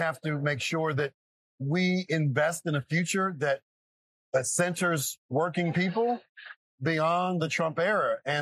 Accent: Chicago, Illinois, United States; moved away as an adult; now in Philadelphia, United States; I'm a Chi-Delphian. I was born and raised in Chicago.

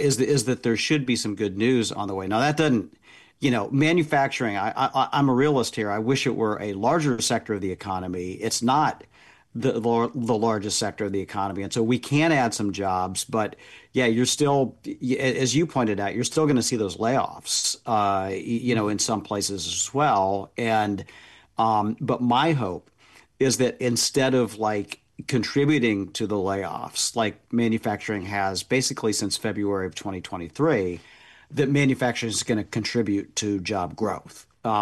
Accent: Indiana, United States; You know, I was just back in my home state of Indiana

